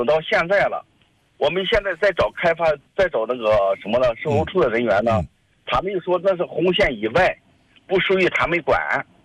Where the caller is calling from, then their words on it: Jinan, Shandong, China; 我济南的